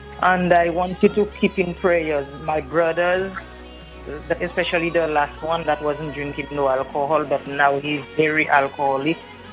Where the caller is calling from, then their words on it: Martinique; I'm calling from Martinique.